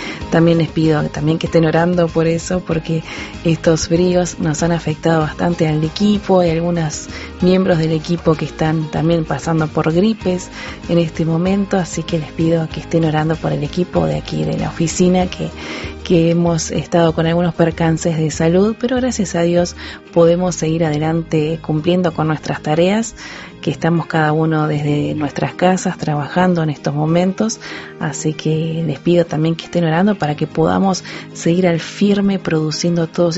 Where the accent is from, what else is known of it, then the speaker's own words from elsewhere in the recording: Uruguay; que estaremos de aniversario aquí en Uruguay